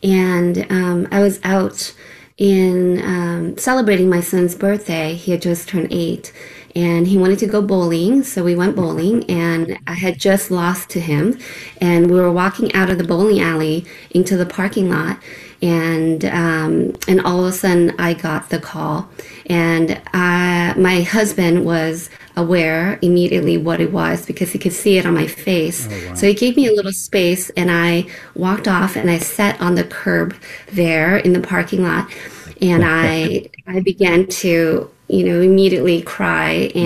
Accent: Brazil; moved away; So this is growing up in Brazil.

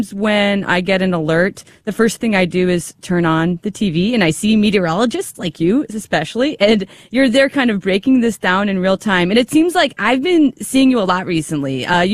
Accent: Kansas City, United States; I'm from Kansas City and I never really thought about that, but it kind of makes me proud.

